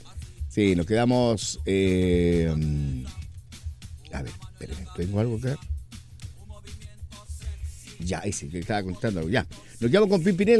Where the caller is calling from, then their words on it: Osorno, Los Lagos, Chile; Hola, soy una fiel auditora, soy de Osorno. Quiero felicitarle, muy bueno su programa, acá mucho frío.